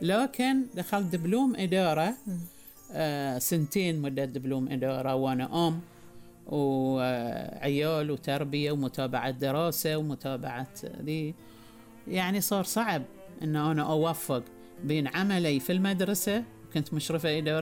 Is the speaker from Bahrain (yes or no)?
yes; Bahrain; قالت هذه بروين زينة أول مذيعة عندنا في البحرين، وأنا مو بأول مذيعة